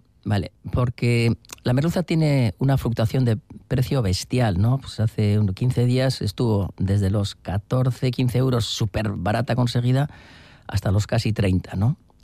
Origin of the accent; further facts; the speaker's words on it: Basque Country, Spain; Podría decir, no, es que como soy de Vizcaya, el vizcaíno, cualquier, o sea, adoro tanto al chacolí que todos son buenísimos.